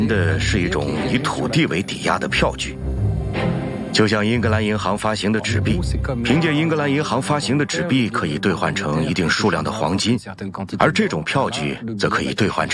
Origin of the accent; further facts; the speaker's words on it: France; 我们法国人